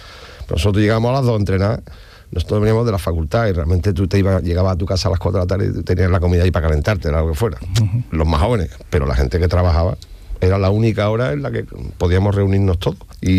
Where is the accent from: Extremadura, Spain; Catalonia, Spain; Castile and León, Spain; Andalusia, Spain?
Andalusia, Spain; Yo me crié en el Aljarafe.